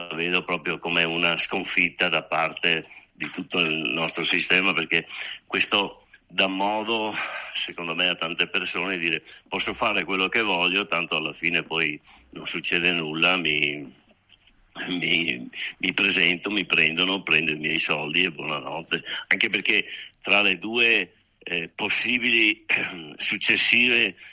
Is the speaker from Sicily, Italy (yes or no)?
no; Veneto, Italy; noi siamo veneti